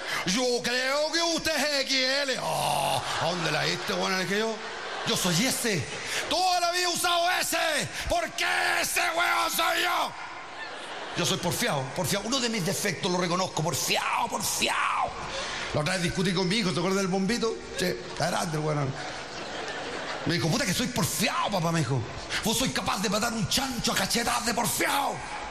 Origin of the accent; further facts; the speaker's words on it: Purén, Araucanía, Chile; born there; La otra vez estaba en Purén, en mi tierra